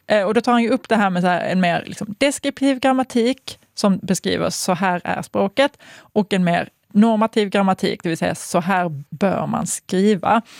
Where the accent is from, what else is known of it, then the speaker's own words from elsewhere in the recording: Sweden; vi som svenska